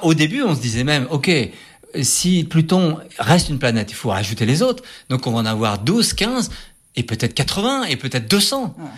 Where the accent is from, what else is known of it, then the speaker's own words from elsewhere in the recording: France; en tant que Français